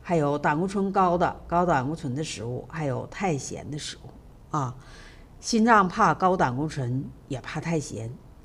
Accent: Northeast China, China; 我们东北人口重啊

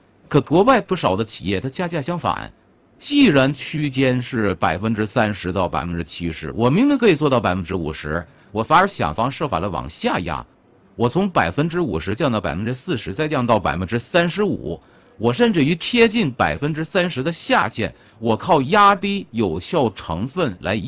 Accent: China; 我们中国人

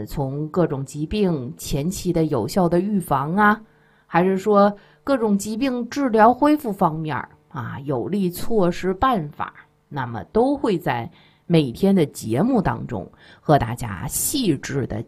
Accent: China; 毕竟呢，我们中国人有自己的体质的特点哈，更有自己的传统文化的延续

